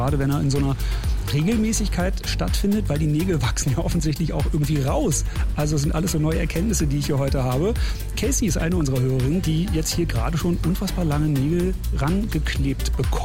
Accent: Berlin, Germany; born there; als gebürtiger Berliner

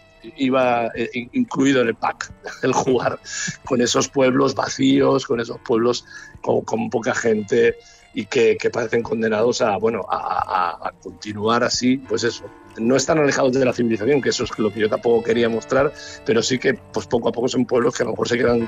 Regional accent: Barcelona, Catalonia, Spain; yo soy de Barcelona

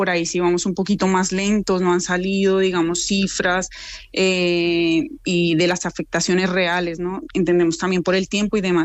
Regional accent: Bogotá, Colombia; asociación en la cual estamos varias colombianas de diferentes zonas del país. Yo, por ejemplo, pues soy de Bogotá

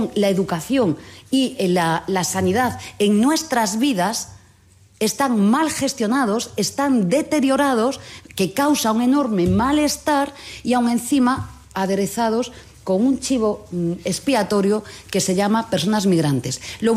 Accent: Galicia, Spain; Y yo soy gallega

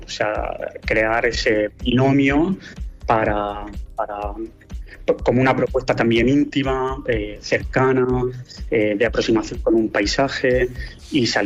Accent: Region of Murcia, Spain; muy desconocido, incluso para los que somos de Murcia

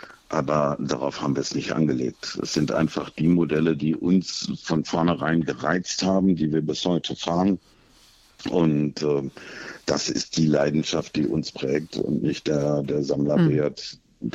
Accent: North Rhine-Westphalia, Germany; Als Jugendlicher hat man bei uns im Ruhrgebiet nicht viele Möglichkeiten, außer mit dem Fahrrad oder den Öffentlichen zu fahren.

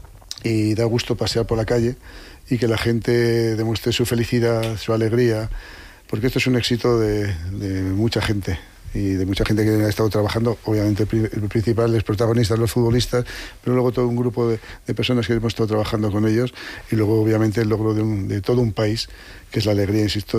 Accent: Haro, La Rioja, Spain; soy riojano, de Haro

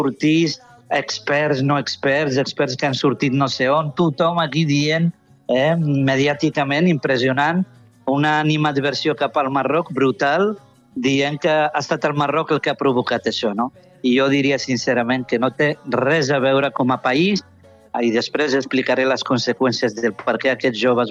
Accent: Catalonia, Spain; Jo sóc de segona generació, però en la meva família ja tenim de quarta generació. Per tant, avui ningú podria dir que no som catalans, no? Som catalans de ple dret

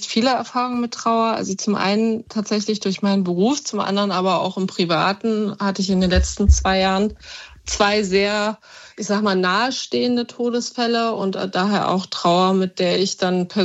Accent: Frankfurt, Hesse, Germany; born there; Ich bin gebürtig aus Frankfurt tatsächlich, Frankfurt am Main.

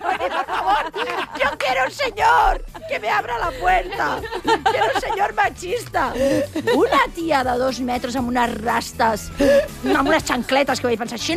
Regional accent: Catalonia, Spain; que sóc catalana

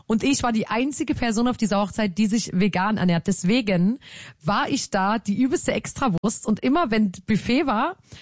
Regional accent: Saxony, Germany; ich muss es jetzt mal sagen, wir kommen aus Sachsen

